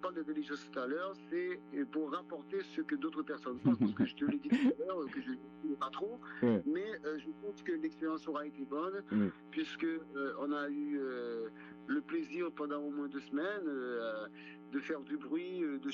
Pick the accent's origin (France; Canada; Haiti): Haiti; parce que chez nous en Haïti, les politiques, les politiciens, ils sont super mal fourrés, ils sont super mal foutus.